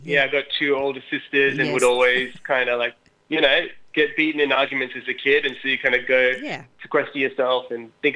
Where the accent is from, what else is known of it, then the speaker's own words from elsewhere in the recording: Australia; displace your own kind of complex experience as an Australian of South Asian heritage and sort of explain and tell the stories of your migrant parents.